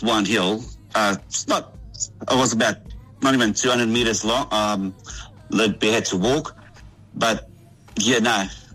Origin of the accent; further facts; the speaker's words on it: South Africa; now in Mid-Canterbury, New Zealand; I grew up here in South Africa